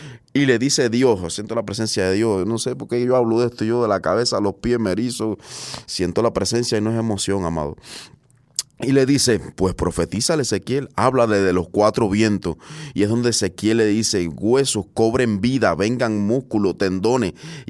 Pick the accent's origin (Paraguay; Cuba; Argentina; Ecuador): Cuba; moved away; en Cuba, de donde vengo